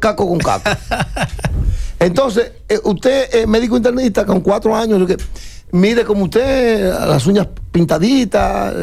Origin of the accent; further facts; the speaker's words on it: La Vega, Dominican Republic; Yo soy de La Vega.